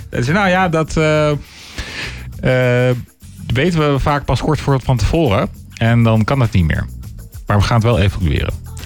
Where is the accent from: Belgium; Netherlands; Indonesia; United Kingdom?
Netherlands; Amsterdam, North Holland; want ik kom uit Amsterdam